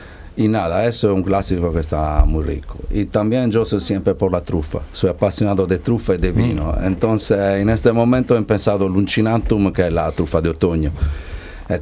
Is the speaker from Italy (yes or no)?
yes; Sardinia, Italy; also born or lived in Rome; Y tampoco yo soy de Roma, porque yo soy de Cerdeña.